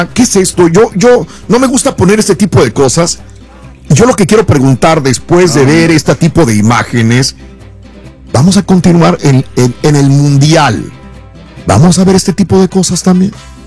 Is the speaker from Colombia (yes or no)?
no; Mexico; now in United States; Soy otro mexicano